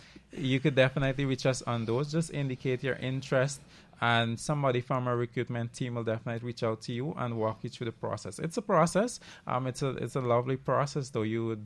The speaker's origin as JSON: {"language": "English", "region": "Pomeroon-Supenaam", "country": "Guyana"}